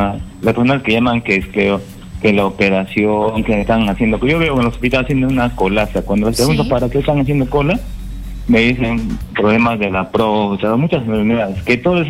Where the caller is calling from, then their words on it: Campanilla, San Martín, Peru; estoy llamando de Campanilla, San Martín.